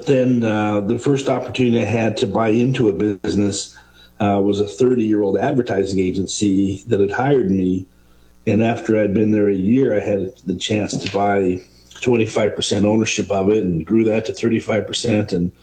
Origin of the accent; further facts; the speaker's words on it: Seattle, Washington, United States; I grew up in the Seattle area